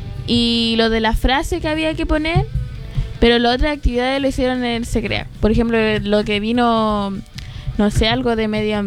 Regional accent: Valparaíso, Chile

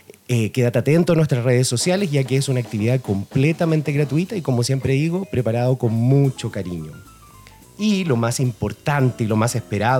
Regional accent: Chile; Es algo que nos representa como chilenos.

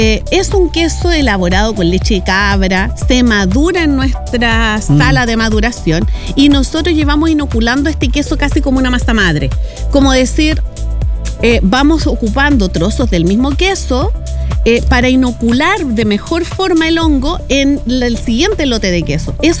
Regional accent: Ovalle, Coquimbo, Chile; Cuando yo me fui de Ovalle cuando tenía 17 años.

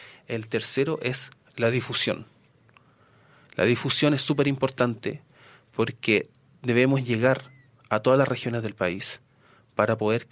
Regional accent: Valparaíso, Chile; moved away; Como soy de Valparaíso

